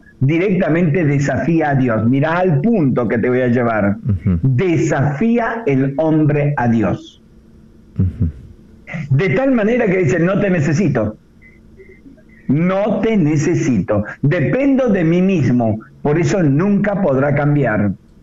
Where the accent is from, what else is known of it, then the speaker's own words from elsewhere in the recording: Argentina; es mi deber, es mi responsabilidad como ciudadano argentino